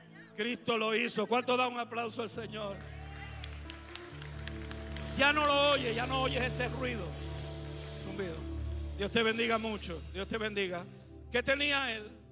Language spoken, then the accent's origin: Spanish; Puerto Rico; Y yo soy boricua y japonés.